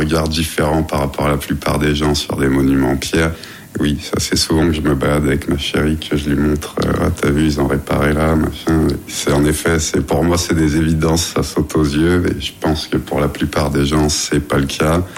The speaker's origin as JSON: {"language": "French", "region": "Brittany", "country": "France", "said": "chez nous, on passe Bretagne, on est sur des granites"}